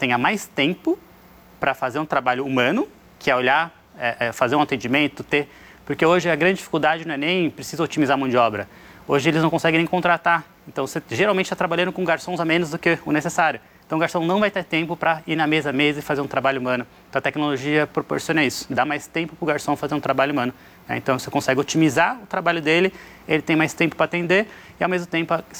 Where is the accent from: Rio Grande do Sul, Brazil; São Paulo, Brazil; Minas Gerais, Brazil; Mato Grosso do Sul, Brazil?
São Paulo, Brazil; Bragança Paulista; pais tinham restaurante, meus tios tinham restaurante, lá em Bragança Paulista, cidade do interior, e me mudei de Bragança para Sorocaba para fazer faculdade de engenharia mecatrônica.